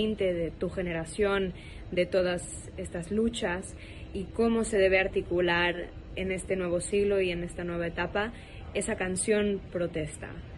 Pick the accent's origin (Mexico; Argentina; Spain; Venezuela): Mexico; Yo te hablo como mexicana y como admiradora de tu trabajo.